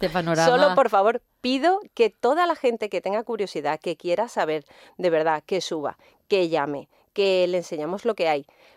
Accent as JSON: {"language": "Spanish", "country": "Spain", "said": "somos los españoles"}